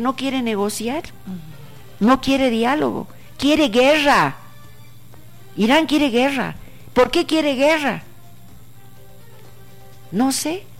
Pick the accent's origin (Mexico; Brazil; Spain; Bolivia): Bolivia